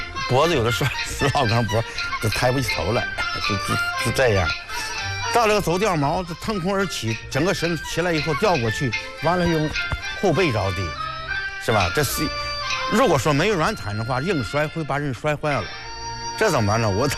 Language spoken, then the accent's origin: Chinese; Gaoyang, Hebei, China; also born or lived in Shijiazhuang; 我是1944年出生在河北省保定地区高阳县雷掌村。从我记忆当中，我们那儿地方非常的贫困，